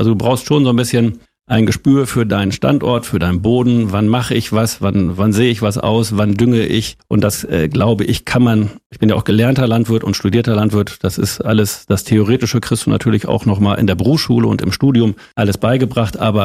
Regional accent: Holthusen, Lower Saxony, Germany; also unser Bauernhof, auf dem wir aufgewachsen sind oder ich aufgewachsen bin in Holthusen 1, Lüneburger Heide, das ist so ein typischer Bauernhof gewesen

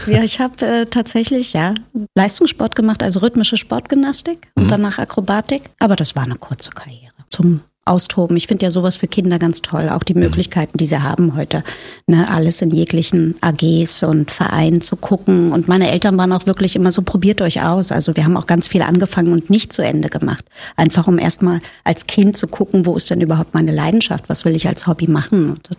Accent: Potsdam, Brandenburg, Germany; also born or lived in Zehdenick; now in Berlin, Germany; Hier Zedenick geboren, Potsdam aufgewachsen und dann in den Osten von Berlin gezogen, immer noch aus hier.

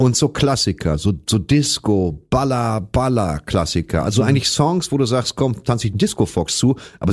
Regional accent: North Rhine-Westphalia, Germany; Jetzt kommt jemand aus meiner Heimat. Ja. Dieser Mann ist Heimat. Tatsächlich ist … ein Titan, der im positiv aufgeladen Sinne der Thanos des Ruhrgebiets.

